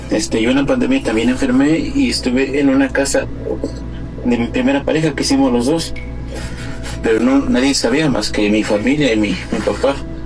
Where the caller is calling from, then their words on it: Toluca, State of Mexico, Mexico; De aquí de Toluca